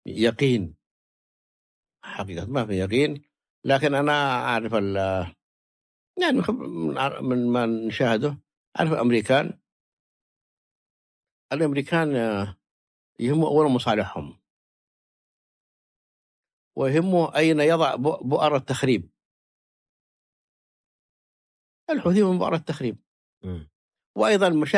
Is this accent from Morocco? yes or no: no; Yemen